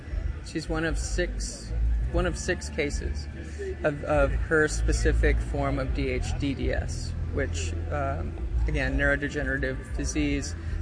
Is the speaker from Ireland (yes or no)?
no; Alaska, United States; moved away; I grew up in Alaska.